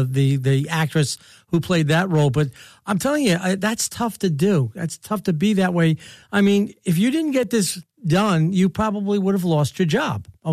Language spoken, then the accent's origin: English; New York, United States; also born or lived in Philadelphia; I'm a New Yorker, you know, from New York and Philadelphia, and we get excited, we get upset, we scream and we yell